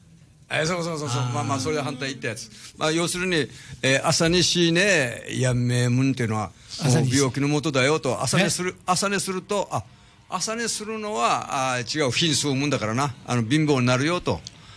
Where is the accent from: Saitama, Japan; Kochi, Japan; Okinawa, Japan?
Okinawa, Japan; うちの、 あの沖縄の言葉にもそういうことわざがありますよ。